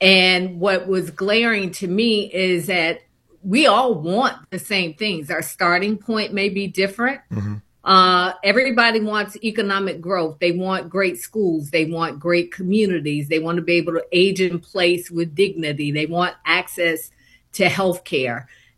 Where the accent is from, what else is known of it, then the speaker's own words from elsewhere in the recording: Atlanta, Georgia, United States; Yeah, I'm born and raised in Atlanta, but I'm fighting for you too.